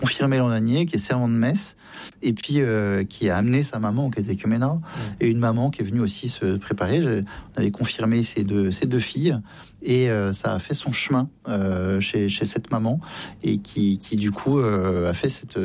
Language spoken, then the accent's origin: French; France